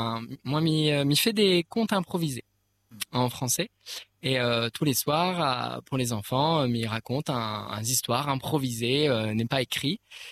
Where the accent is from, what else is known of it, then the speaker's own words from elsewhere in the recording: Lille, Hauts-de-France, France; moved away as an adult; also born or lived in Toulouse; now in Réunion, France; Avant ça, moi, on était à Toulouse. Avant ça, moi, on était à Lille. Moi, on est né à, moi, on est natif de Lille, pas de la Réunion, mais Lille du nord de la France